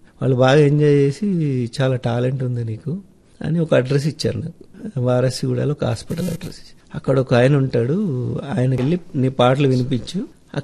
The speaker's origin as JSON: {"language": "Telugu", "town": "Satapur", "region": "Telangana", "country": "India", "tie": "born or raised there", "said": "మా ఊరు చాలా బాగుంటుంది. చిన్నప్పుడు మా నాన్న బాగా స్ట్రిక్ట్గా పెంచేవాళ్ళు అనమాట."}